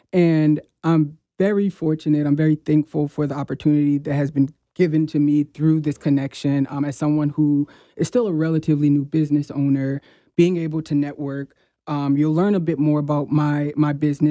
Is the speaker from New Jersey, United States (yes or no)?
yes; Plainfield, New Jersey, United States; also born or lived in Indiana; I always start by saying I'm a New Jersey girl through and through. I was born and raised in New Jersey. I grew up in Plainfield, New Jersey. I went to school there. I went to the College of New Jersey.